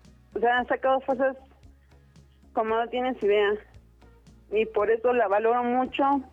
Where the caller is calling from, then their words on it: Chalco, State of Mexico, Mexico; De San Gregorio Coutzingo.